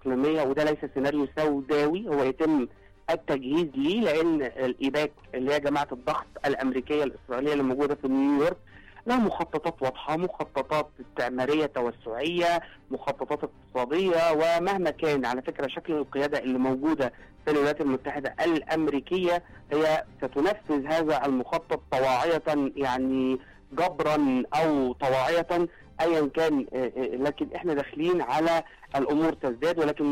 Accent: Egypt; الكلام ده احنا مش بنقوله عشان احنا مصريين

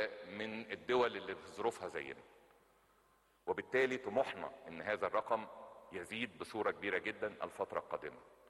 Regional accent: Egypt; كلنا كمصريين

